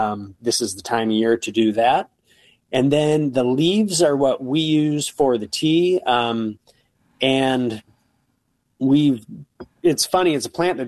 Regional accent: Bakersfield, California, United States; I'm originally from California. Bakersfield, the Central Valley of California, has some of the worst air pollution in the United States.

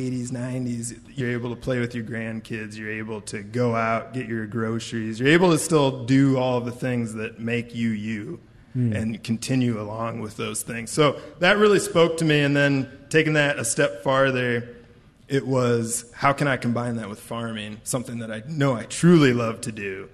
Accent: Coggin, United States; So, growing up in Coggin, being there my whole life, and I actually own the farm down the road from the family farm that I grew up on.

